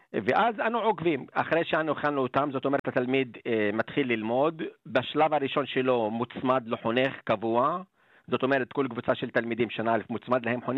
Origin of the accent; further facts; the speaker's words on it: Arab al-Aramshe, Northern District, Israel; במקור צפונאי מערב אל-עראם של יד הגבול.